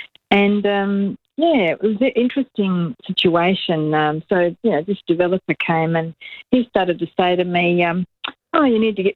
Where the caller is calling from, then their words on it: Adelaide, South Australia, Australia; I'm in from Adelaide, and I didn't realise. I thought I was speaking to 5AA in Adelaide.